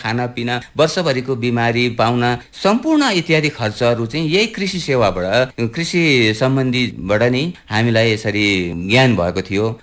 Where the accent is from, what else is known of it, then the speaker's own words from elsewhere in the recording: Sikkim, India; born there; म पूर्व सिक्किम नामिन जिपिओ सामरिक मार्चक पर्छ र